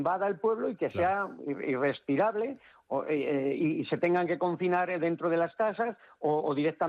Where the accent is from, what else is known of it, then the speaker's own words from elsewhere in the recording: Villamanta, Community of Madrid, Spain; Yo ya tengo una edad y he conocido mi pueblo, me han traído al mundo en Villamanta uh-huh. y me he criado toda mi vida en Villamanta.